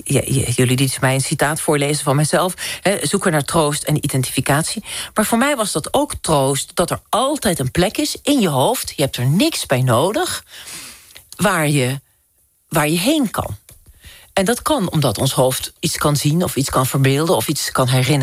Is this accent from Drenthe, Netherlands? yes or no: yes; Drenthe, Netherlands